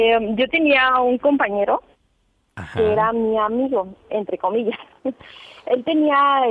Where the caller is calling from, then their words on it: Mexico City, Mexico; 30 años y soy de la Venustiano Carranza.